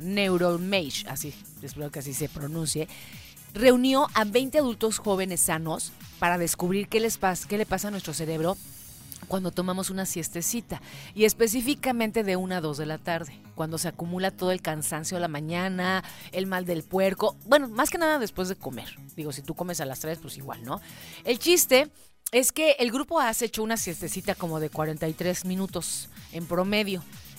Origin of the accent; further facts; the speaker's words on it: Mexico; como los mexicanos nos dan la mano y agarramos el pie